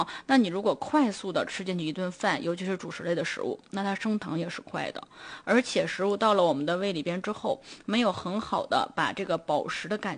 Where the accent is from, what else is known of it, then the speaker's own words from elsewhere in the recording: Northeast China, China; 尤其是我们东北人的这个饮食习惯